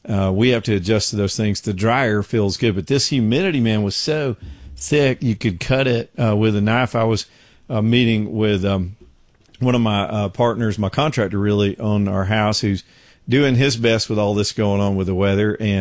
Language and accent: English; the South, United States; I'm a Southerner. I grew up in the South, spent 99.9% of my life here.